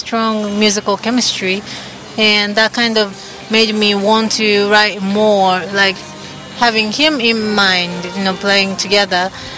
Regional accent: Hamamatsu, Shizuoka, Japan; moved away

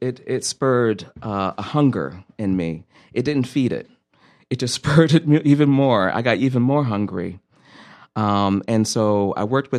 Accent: Rochester, New York, United States; lived on the east side, and we grew up financially insecure. So we grew up in Chatham Gardens

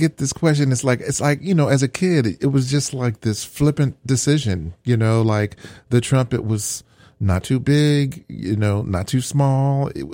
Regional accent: Cincinnati, Ohio, United States; I was raised in Cincinnati, Ohio

